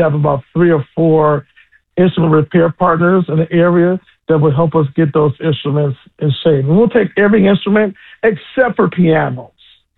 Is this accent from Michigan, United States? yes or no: yes; Detroit, Michigan, United States; I grew up in Detroit.